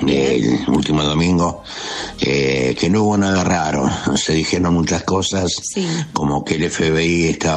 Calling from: Mar del Plata, Buenos Aires Province, Argentina; de Mar del Plata.

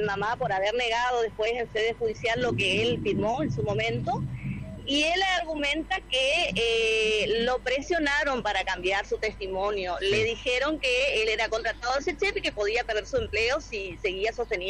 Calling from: Fontana, Chaco, Argentina; nosotros somos de Fontana

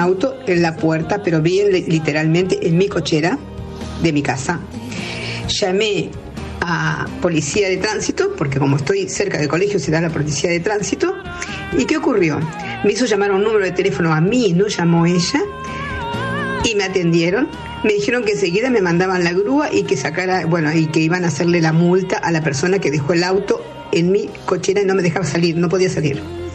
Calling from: Buenos Aires, Argentina; Yo vivo en Devoto, cerca de tres colegios.

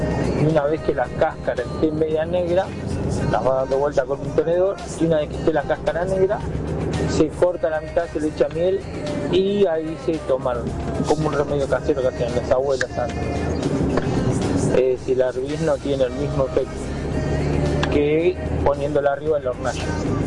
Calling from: Mar del Plata, Buenos Aires Province, Argentina; de Mar del Plata.

